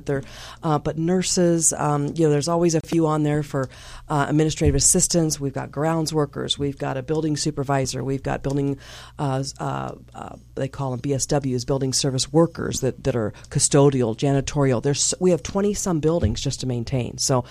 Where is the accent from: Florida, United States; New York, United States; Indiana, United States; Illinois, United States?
Illinois, United States; Raymond; So went to school in Litchfield. Grew up, born and raised in Raymond, Illinois.